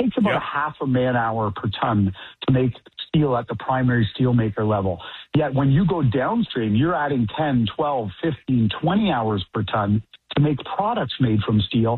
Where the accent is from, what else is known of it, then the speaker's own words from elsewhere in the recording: Canada; For the record, Lars, I'm a Canadian. I still reside in Canada.